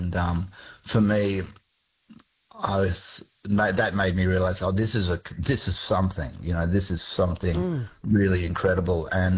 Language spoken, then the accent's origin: English; Australia; myself as an Australian